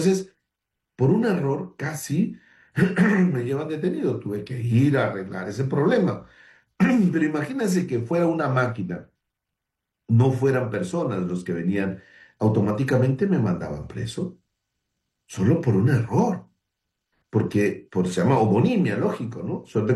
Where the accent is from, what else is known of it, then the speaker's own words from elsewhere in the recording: Tumbes, Peru; moved away; yo soy de Tumbes, en el norte